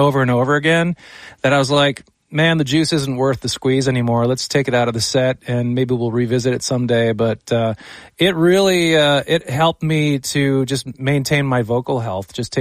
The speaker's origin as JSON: {"language": "English", "region": "Quebec", "country": "Canada", "tie": "born or raised there", "second_language": "English", "said": "honestly, I grew up in French Canada in Quebec, and I had no idea that like you could just be a musician"}